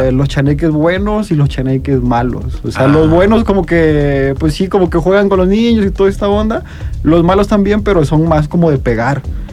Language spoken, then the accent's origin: Spanish; San Jerónimo de Juárez, Guerrero, Mexico; Yo soy de la Costa Grande de Guerrero, un pueblito cerca de Acapulco. El pueblito se llama San Jerónimo de Juárez, ahí en Guerrero.